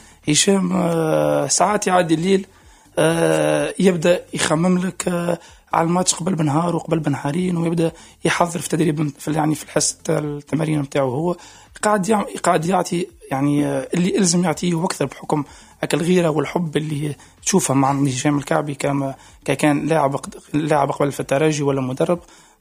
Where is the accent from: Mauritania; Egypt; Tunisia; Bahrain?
Tunisia; خاطر احنا عندنا في تونس العقلية متاع كل حاجة راه لازم ينزل المدرب